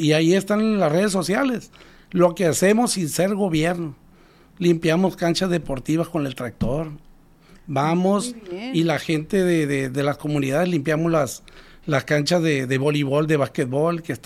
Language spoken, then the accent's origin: Spanish; Navolato, Sinaloa, Mexico; yo soy de Navolato, soy residente, mi residencia efectiva en Navolato